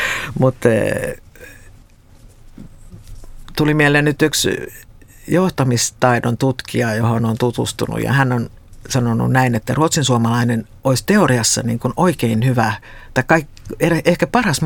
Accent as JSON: {"language": "Finnish", "town": "Jokioinen", "region": "Kanta-Häme", "country": "Finland", "moved": "yes", "lives_now": "Sweden", "said": "koska mun kotimaani on Suomi. Mä oon lähtöisin Jokioisten kirkon kulmalta, niin mun juureni ovat siellä"}